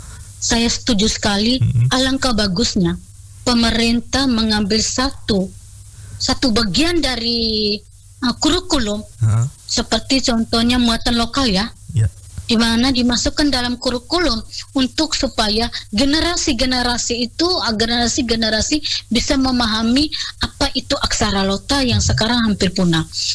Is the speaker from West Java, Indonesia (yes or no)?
no; Ende, East Nusa Tenggara, Indonesia; Di situ menggambarkan bahwa kita orang Ende memiliki aksara Lota.